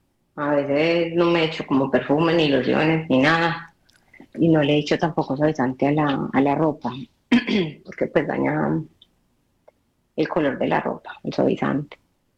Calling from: Antwerp, Flanders, Belgium; Les hablo desde Amberes

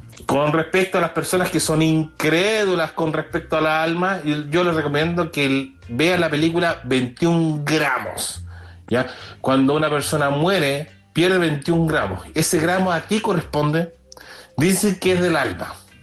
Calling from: Chile; te hablo desde Chile.

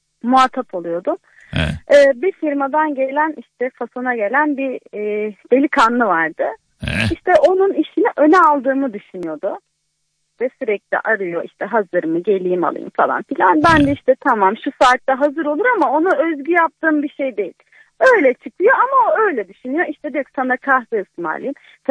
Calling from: Istanbul, Turkey; ben İstanbul'dan.

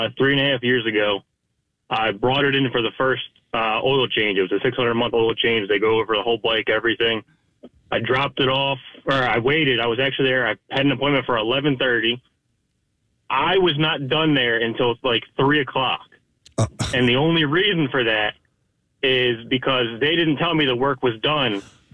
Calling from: New Jersey, United States; I live in South Jersey

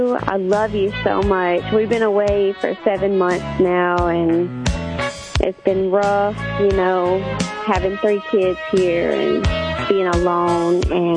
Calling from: Deridder, Louisiana, United States; I'm from Derrida, Louisiana. My husband's in Marksville.

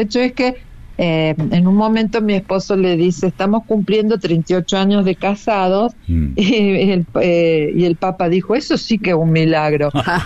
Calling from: Argentina; Porque somos los argentinos.

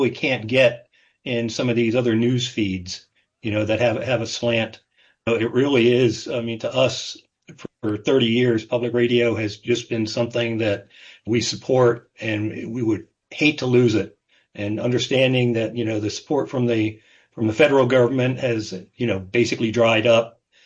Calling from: Georgetown, Delaware, United States; from Georgetown. Public media in general, and Delaware public media, of course, since we live in Delaware

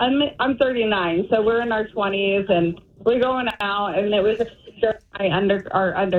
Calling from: Indianapolis, Indiana, United States; accent: Midwest; I'm from Indianapolis.

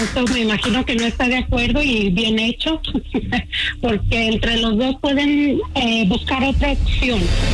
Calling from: Denver, Colorado, United States; Denver, Colorado.

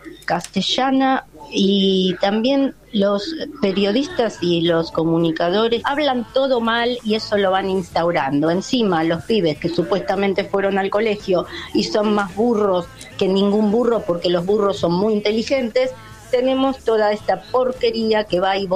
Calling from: Buenos Aires, Argentina; soy … de Montserrat.

